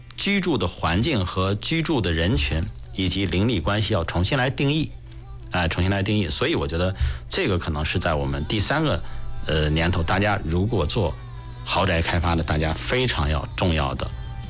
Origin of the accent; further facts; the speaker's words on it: Shijiazhuang, Hebei, China; 我们石家庄人好像都懵了